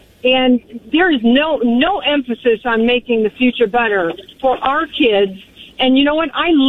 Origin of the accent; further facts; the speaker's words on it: Chicago, Illinois, United States; I'm from Chicago.